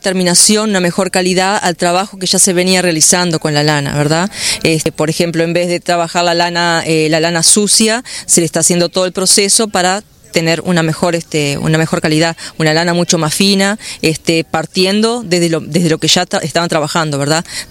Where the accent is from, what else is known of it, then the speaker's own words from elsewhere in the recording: Playa Pascual, San José, Uruguay; Yo soy artesana y artista textil, soy de San José, de Playa Pascual.